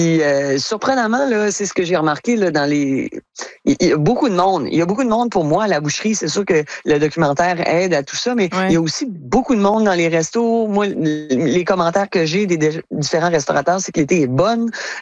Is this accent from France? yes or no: no; Saint-Clément, Quebec, Canada; chez nous à Saint-Clément